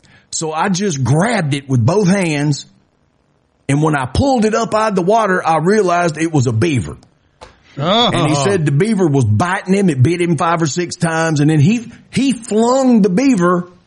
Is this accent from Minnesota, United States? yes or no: no; Mississippi, United States; It's just weird to me because, you know, we come from a place like Pancake and I grew up in Mississippi.